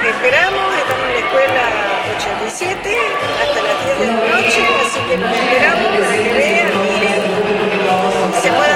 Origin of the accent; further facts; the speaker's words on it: Puerto Deseado, Santa Cruz, Argentina; De acá de Deseado, soy de Deseado